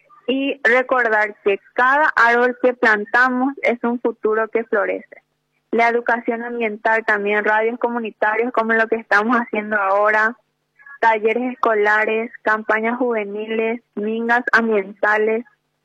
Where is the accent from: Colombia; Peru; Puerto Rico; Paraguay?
Paraguay; Algunas acciones que nosotros como paraguayos podemos hacer